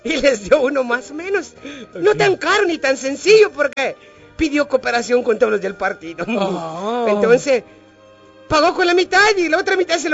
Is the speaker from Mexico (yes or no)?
yes; Chenalhó, Chiapas, Mexico; Fíjate que ahí en mi tierra, acompáñame a escuchar esta triste historia.